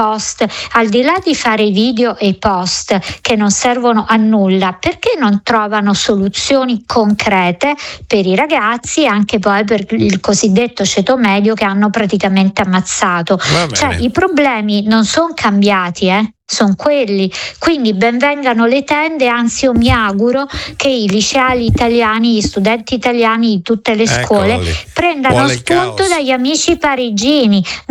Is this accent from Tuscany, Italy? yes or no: no; Naples, Campania, Italy; now in Milan, Italy; anch'io mi sono trasferita da Napoli a Milano facendo tanti sacrifici, tuttora va detto sono ancora in affitto